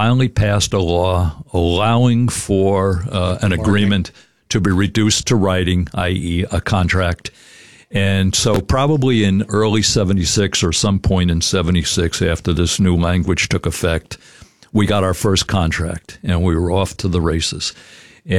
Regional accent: New Jersey, United States; now in Keene, United States; And so here I come from New Jersey, a big mouth from New Jersey.

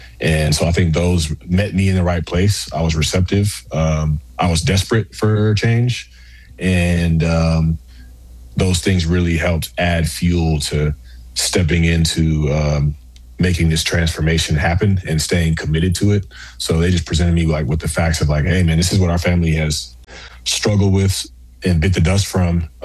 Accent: Atlanta, Georgia, United States; I grew up in the Atlanta area, so seeing you play

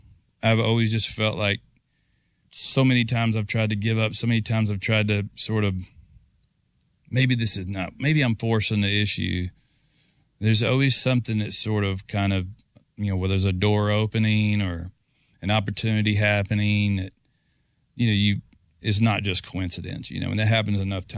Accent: Missouri, United States; the biggest, I guess, sort of reason I thought it was possible is because … is from my hometown.

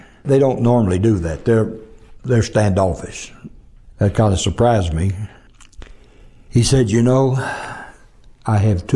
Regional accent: Arkansas, United States; And that's when I found out he was from Arkansas. I'm from Arkansas.

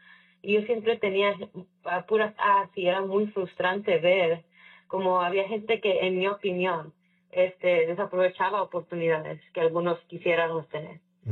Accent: Chicago, Illinois, United States; also born or lived in Durango, Mexico; yo nací en Durango y me trajeron mis padres cuando yo tenía 4 años. Entonces, aunque nací en Durango, crecí toda mi vida aquí en Chicago, en el área de Chicago

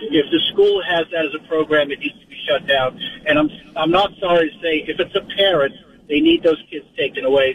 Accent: Massachusetts, United States; Growing up in Massachusetts and in an inner city project, I lived on D Street. Eventually, ended up in the Weymouth projects.

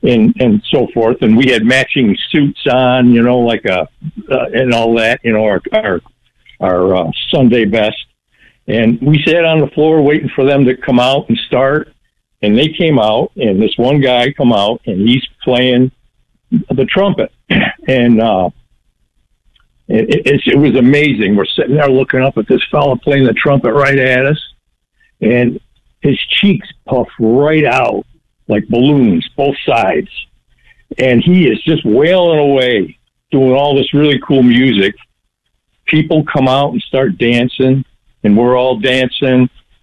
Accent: New York, United States; New York. Yeah, I'm from New York, so that's why we went.

